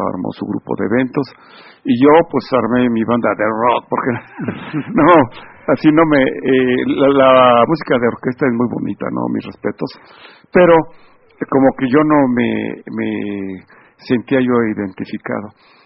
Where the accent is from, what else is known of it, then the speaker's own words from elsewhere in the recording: Mexico City, Mexico; yo soy de Xochimilco y soy de familia de músicos.